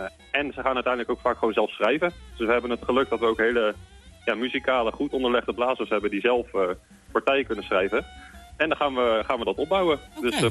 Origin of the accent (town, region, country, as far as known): Leiden, South Holland, Netherlands